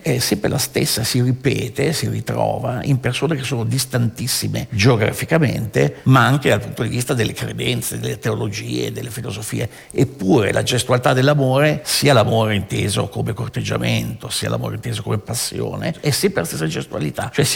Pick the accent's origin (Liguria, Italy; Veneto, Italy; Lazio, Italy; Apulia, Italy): Liguria, Italy; Genoa; Io sono genovese